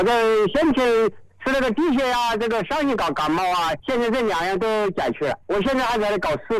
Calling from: Tianmen, Hubei, China; 我是这个天门市。东湖村的余家大外

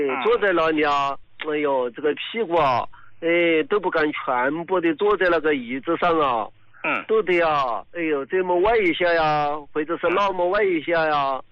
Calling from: Sichuan, China; 我是四川的一个听众

